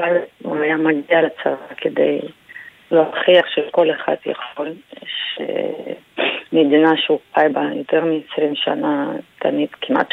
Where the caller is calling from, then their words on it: Petah Tikva, Central District, Israel; אנחנו גם בפתח תקווה.